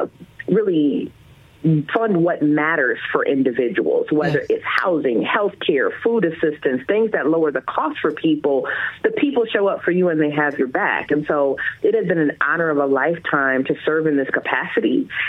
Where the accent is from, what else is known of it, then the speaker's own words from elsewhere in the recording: Lansing, Michigan, United States; Born and raised in Lansing on the south side, graduated from Everett.